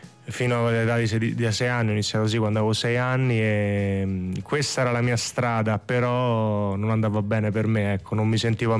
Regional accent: Rome, Lazio, Italy; now in United States; Per la mia stazza, perché vengo da Roma, sai, pugili italiani di Roma, sono l'unico all'estero, in America

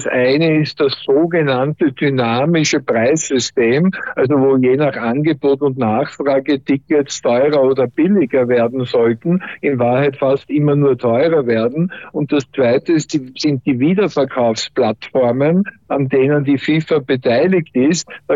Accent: Austria; für mich als Österreicher

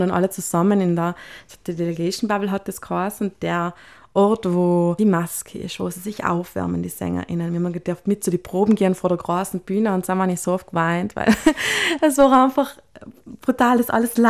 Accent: South Tyrol, Italy; wie das als Südtirolerin dann so ist.

